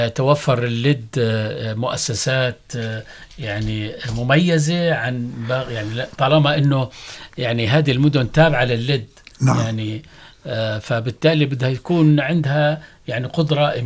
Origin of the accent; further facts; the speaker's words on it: Jordan; ولذلك نحن كأردنيين من كافة الأصول والمنابت، إحنا كأردنيين دورنا أن نقدم الدعم والإسناد يعني للشعب الفلسطيني.